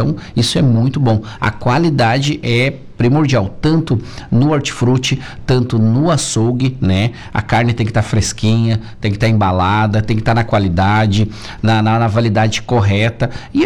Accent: South Region, Brazil; Nós somos do Sul, né? Não dá pra rebaixar assim.

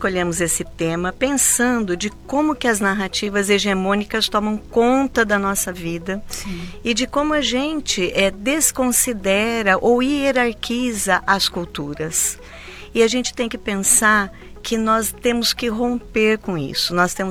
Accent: Brazil; Enquanto brasileiros que somos.

